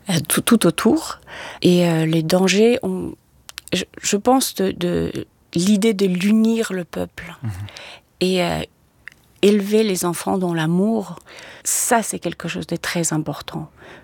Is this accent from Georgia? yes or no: yes; Georgia